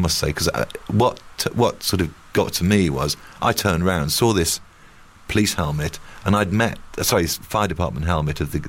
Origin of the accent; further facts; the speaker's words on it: United Kingdom; And all that Celtic music they played as well kind of got to me as a Brit.